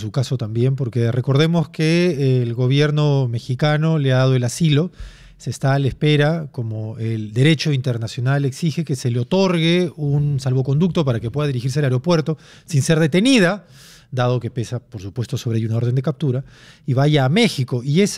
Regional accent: Peru; Como peruanos, es el ritmo de nuestros días.

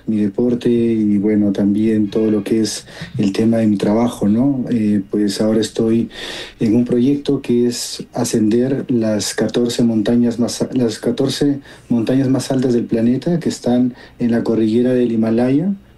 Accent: Huaraz, Ancash, Peru; yo soy de Huaraz, natural de las montañas más altas del Perú. Ahí atrás todo ese es mi patio prácticamente

